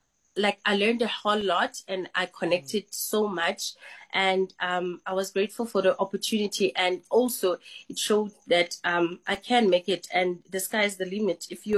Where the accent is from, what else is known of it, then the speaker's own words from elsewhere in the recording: KwaZulu-Natal, South Africa; because I was mostly used to performing for people in my hometown, KZN.